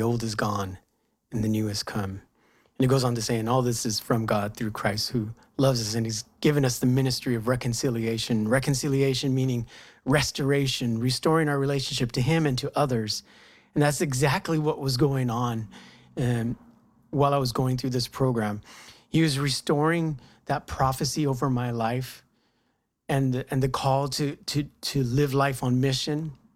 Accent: United States; I'm Mexican American. I can speak a little bit of Spanish.

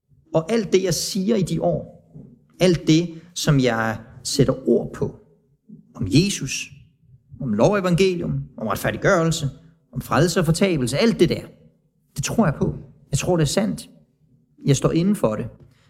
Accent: Tanzania; Fordi jeg er vokset op i Tanzania. Jeg har hørt om, mennesker, der har været besat.

